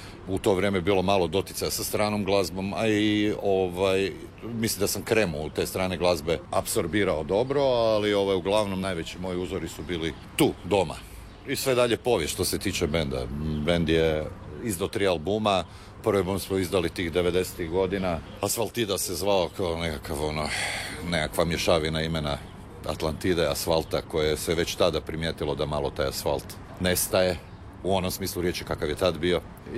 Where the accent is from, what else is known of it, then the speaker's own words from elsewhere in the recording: Zagreb, Zagreb County, Croatia; rođen sam tamo na Staroj Peščanici